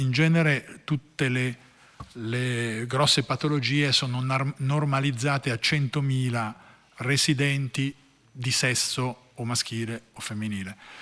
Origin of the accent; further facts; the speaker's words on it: Lombardy, Italy; Sempre da dove vengo io si diceva che lì i tumori rispetto al resto dell'Italia erano numerosissimi.